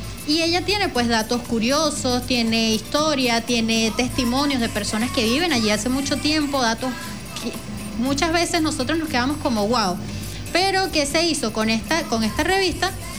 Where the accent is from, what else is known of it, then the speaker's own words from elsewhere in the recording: Aguasay, Monagas, Venezuela; yo soy de Aguasay, de Altamira